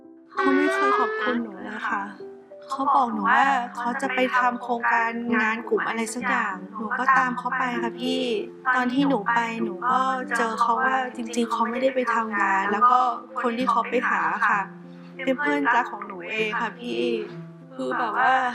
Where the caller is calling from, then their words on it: Bangkok, Thailand; บ้านอยู่อ่อนนุชค